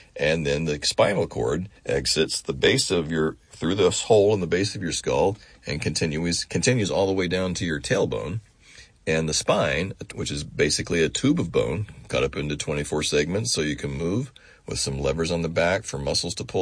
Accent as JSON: {"language": "English", "region": "Kansas", "country": "United States", "tie": "born or raised there", "said": "I grew up in Kansas."}